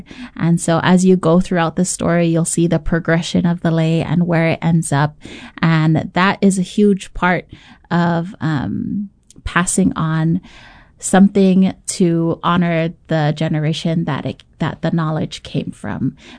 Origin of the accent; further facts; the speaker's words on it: Oahu, Hawaii, United States; I grew up here on Oahu